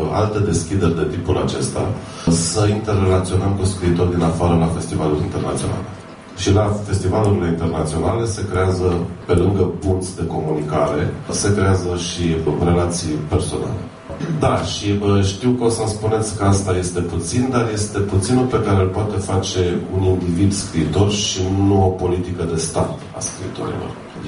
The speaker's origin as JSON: {"language": "Romanian", "region": "Maramureș County", "country": "Romania", "said": "mergea 2 săptămâni pe Valea Vaserului, de unde sunt eu, din Vișel de..."}